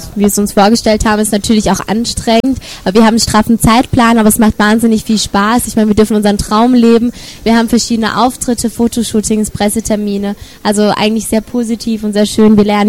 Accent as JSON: {"language": "German", "town": "Freiburg", "region": "Baden-Württemberg", "country": "Germany", "tie": "born or raised there", "said": "Gestern zum Beispiel waren wir in Freiburg, in meiner Heimatstadt, hatten dort auch einen Clubauftritt"}